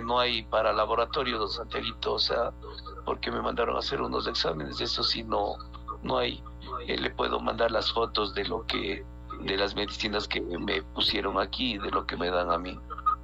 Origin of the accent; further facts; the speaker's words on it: Aláquez, Cotopaxi, Ecuador; Somos pueblos, somos nacidos en Alaques